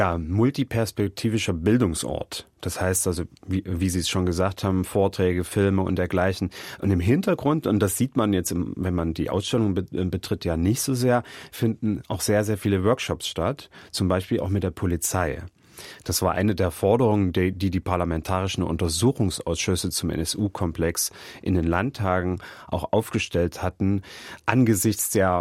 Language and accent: German; Chemnitz, Saxony, Germany; born there; In Karl-Marx-Stadt, jetzt Chemnitz.